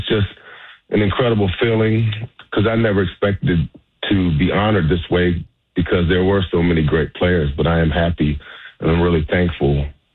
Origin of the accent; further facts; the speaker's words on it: Athens, Georgia, United States; I'm from Athens.